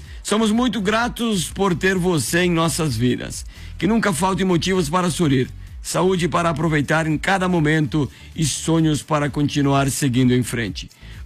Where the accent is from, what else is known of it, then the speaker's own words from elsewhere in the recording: Brazil; Nós, como brasileiros, temos que torcer e torcer muito, né?